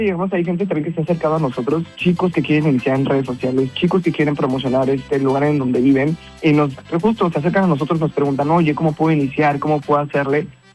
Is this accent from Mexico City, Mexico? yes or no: yes; Mexico City, Mexico; Nosotros venimos de la Ciudad de México, él es de aquí.